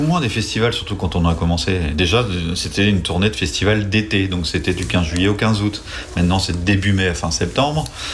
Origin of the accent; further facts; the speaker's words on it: Brittany, France; on se moque souvent en tant que breton du nom des festivals